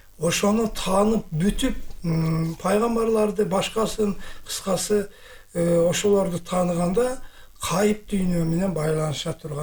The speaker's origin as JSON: {"language": "Kyrgyz", "region": "Osh Region", "country": "Kyrgyzstan", "tie": "born there", "said": "Алайда туулган."}